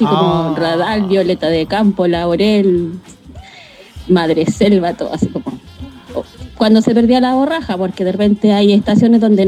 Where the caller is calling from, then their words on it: Tomé, Biobío, Chile; Soy de Tomé.